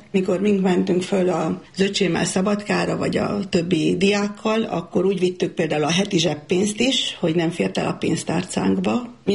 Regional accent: Vojvodina, Serbia; Vajdosságban nem véletlenül születtünk ebbe az időszakba. Úgy nőttünk fel, hogy tudtuk, hogy vannak szerb nemzetiségű emberek és magyarok.

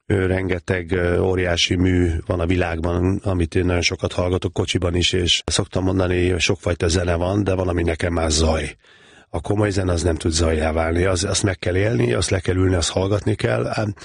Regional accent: Gyula, Békés, Hungary; én 3 éves korom előtt a Gyulánon én felnőttem.

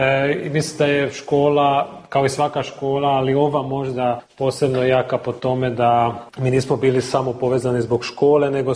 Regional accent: Pécs, Baranya, Hungary; ja sam rođen u Pečuju, odrastao sam u Pečuju, ali uvijek sam bio povezan sa Salantom jer mama je odavdje, cijela obitelj njena

